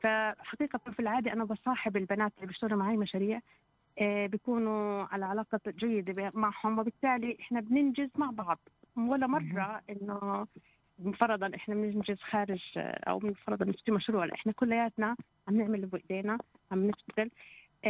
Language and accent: Arabic; Palestine; إحنا كفلسطينيين شعب بنحب الحياة